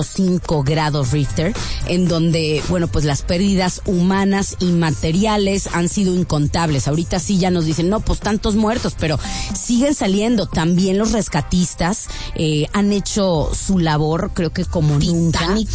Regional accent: Mexico; Nosotras que somos mexicanas, nos duele que nuestros hermanos venezolanos estén pasando por algo así.

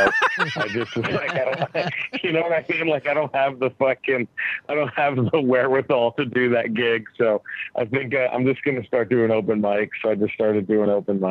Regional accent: Dallas, Texas, United States; now in Los Angeles, United States; Dallas, Texas is my hometown, but I live in L.A. now.

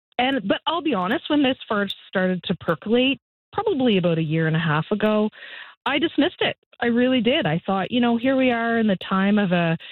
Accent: Nova Scotia, Canada; now in Edmonton, Canada; growing up in Nova Scotia and in the Maritimes, you know, I feel like many Maritimers and Nova Scotians, like we have this deeply ingrained sense of pride of where we come from.

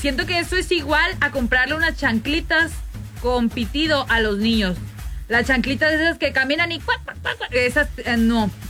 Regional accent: Mexico; Cositas que todos tenemos como buenos mexicanos en casita.

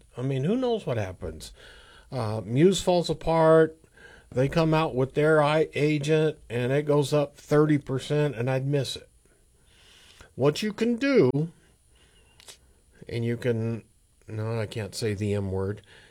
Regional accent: Woodway, United States; I'm from Woodway

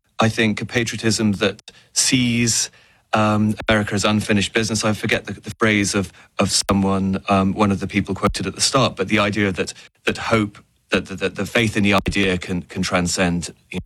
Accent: United Kingdom; people always expect me as a Brit to be an expert on the royal family, which I'm not

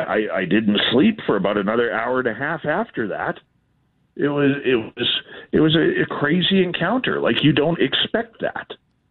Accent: Canada

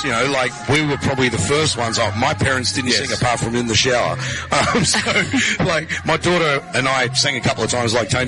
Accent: Melbourne, Victoria, Australia; We're going to Melbourne in 2027, so my hometown.

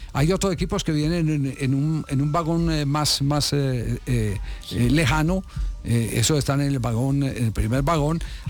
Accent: Manizales, Caldas, Colombia; el equipo de mi tierra, el Once Caldas de la ciudad de Manizales.

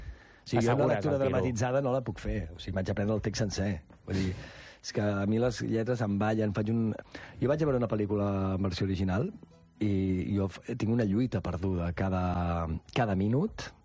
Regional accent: Verges, Catalonia, Spain; Jo sóc fill de Verges.

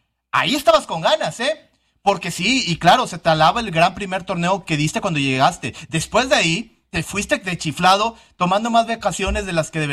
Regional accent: Monterrey, Nuevo León, Mexico; Porque yo orgullosamente soy regiomontano y mexicano y amo nuestra plaza

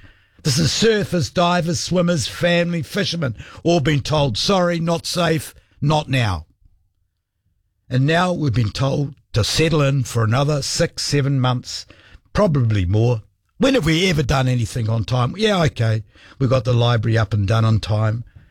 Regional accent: Wellington, New Zealand; As a Wellingtonian, as a ratepayer, as a New Zealander

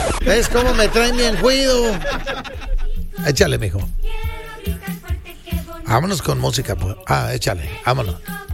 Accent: Mexico; que no se les olvide que somos mexicanos

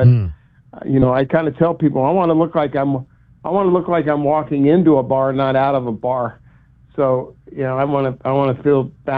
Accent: Tucson, Arizona, United States; I mean, I grew up in Tucson. I spent 60 years of my life in Tucson, Arizona. And I still look at Tucson as my home.

